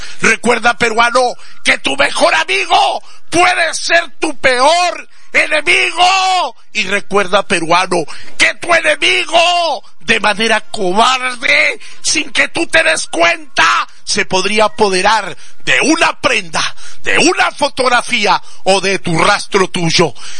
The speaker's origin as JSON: {"language": "Spanish", "country": "Mexico", "said": "Pero nosotros, como espiritistas, como macumberos mexicanos que somos"}